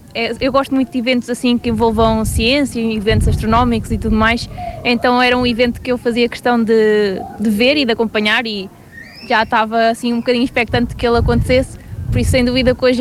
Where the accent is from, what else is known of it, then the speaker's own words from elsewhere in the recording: Guarda, Portugal; Sim, eu sou da Guarda, tenho uma irmã que mora em Viseu